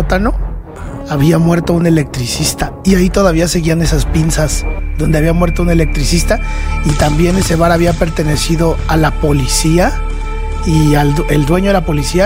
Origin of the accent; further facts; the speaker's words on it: Querétaro, Mexico; now in Mexico City, Mexico; yo soy el queretano más regio de la Ciudad de México.